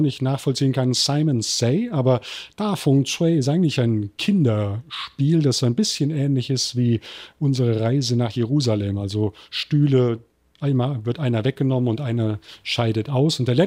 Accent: Taiwan; accent: Taiwanese; German is a second language; Ich kann es noch. Ich glaube, ich habe auch noch keinen taiwanischen Akzent, wenn ich Deutsch spreche. Aber in der Tat, es ist für mich die Sprache, in der ich meine Bücher schreibe

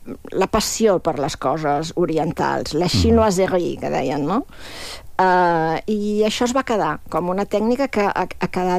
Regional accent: Esparreguera, Catalonia, Spain; soc d'Esparreguera, un poble que tradicionalment és molt conegut pel teatre

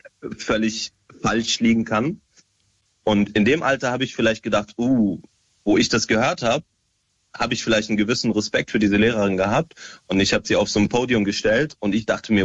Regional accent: United Arab Emirates; also born or lived in Syria; now in Germany; Also ich bin ursprünglich aus Syrien. Ich bin aus den Emiraten aber nach Deutschland gezogen. Ich bin auch dort aufgewachsen.

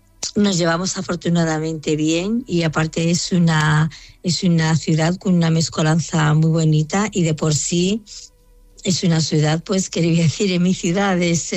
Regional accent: Ceuta, Spain; en la que al decir que soy de Ceuta, pues me han preguntado si había camellos por la calle o incluso elefantes.

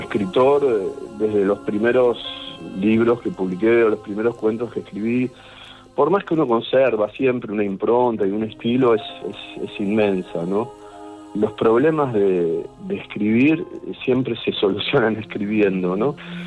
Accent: Argentina; soy escritor, soy argentino. Tengo 61 años

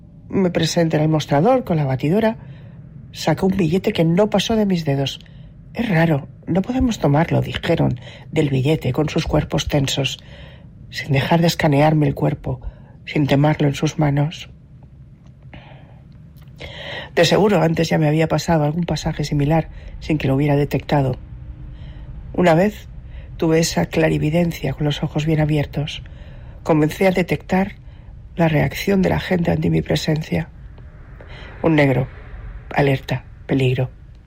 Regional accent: Cuba; que los cubanos son unos putos, porque sí, soy cubano.

